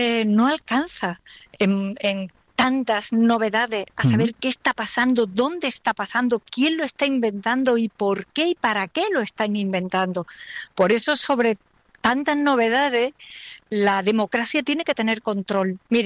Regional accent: Andalusia, Spain; yo soy andaluza

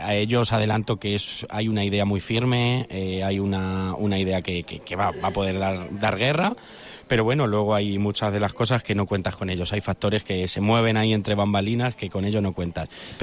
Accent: Spain; y bueno, por lo menos como buen español celebrarlo con una fiesta.

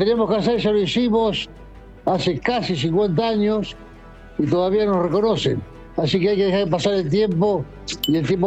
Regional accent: Argentina; a mí como argentino me ha representado.

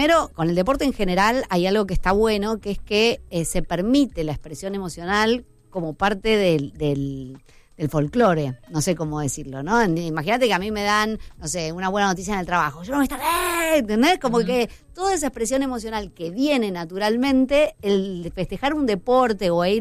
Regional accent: Argentina; somos todos argentinos, eso está claro, ¿no?

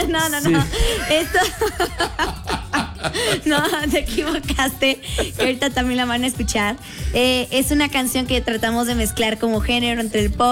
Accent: Mexico City, Mexico; vengo de Ciudad de México, primera vez aquí en Guatemala.

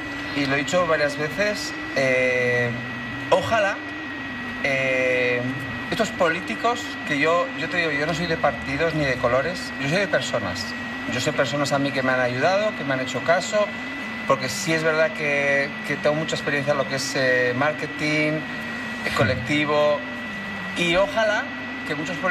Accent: Pamplona, Navarre, Spain; now in Maspalomas, Spain; Yo soy de Pamplona.

